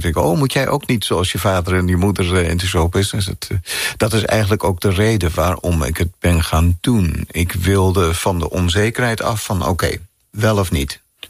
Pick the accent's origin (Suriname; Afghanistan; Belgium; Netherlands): Netherlands; Amsterdam, North Holland; Geboren en getogen in Amsterdam. Op de Nieuwendijk. En dat was om de hoek van de Dam en Kalverstraat en dergelijke.